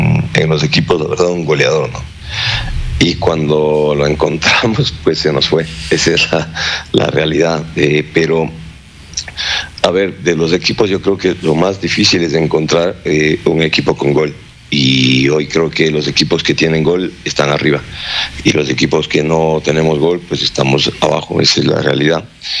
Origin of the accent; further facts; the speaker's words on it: Ecuador; yo soy ecuatoriano, soy nacionalista